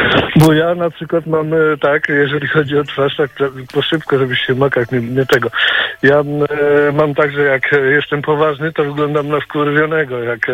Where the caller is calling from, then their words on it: Gniezno, Greater Poland Voivodeship, Poland